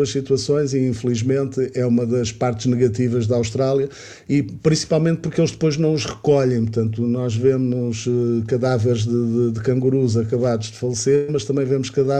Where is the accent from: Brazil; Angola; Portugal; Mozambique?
Angola; born there; Eu talvez como africano, porque eu nasci em Angola, e ao viver ainda muito tempo em Angola, acho que muda uma coisa. Estou mais habituado à África do que a maior parte das pessoas que saem da Europa e que vão para a África.